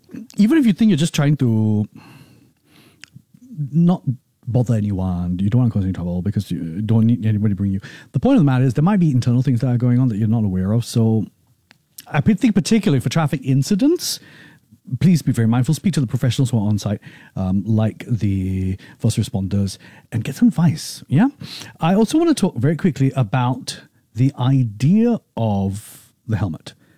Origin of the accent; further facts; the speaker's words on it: Singapore; Gentlemen, if you, like me, born and raised in Singapore, multi-generations, you all went through army